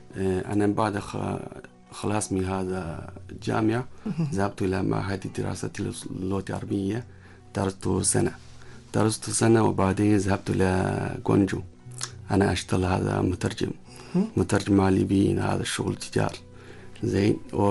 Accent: China; Arabic is a second language; moved away as an adult; now in Oman; من الصين بلساني عربي

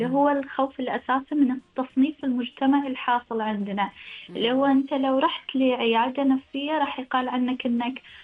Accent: Oman; وإحنا كمجتمع عماني

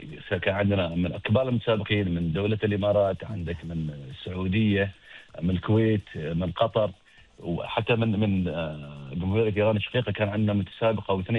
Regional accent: Oman; وعندنا في عمان

